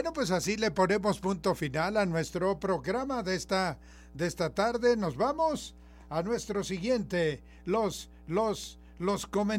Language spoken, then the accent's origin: Spanish; Mexico; Somos mexicanos al 100%, no al 100%, al 110% somos mexicanos.